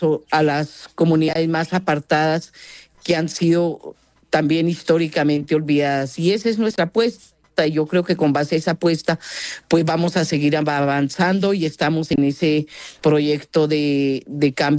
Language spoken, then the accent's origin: Spanish; Colombia; nosotros no podamos ser capaces de incluir a la gente que todos somos colombianos y colombianas